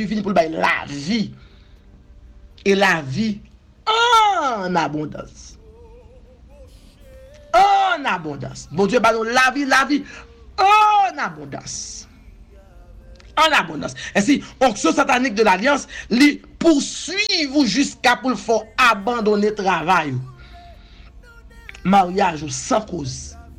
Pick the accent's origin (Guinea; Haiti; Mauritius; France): Haiti; Pas de problème, je suis haïtienne, vous commentez, non.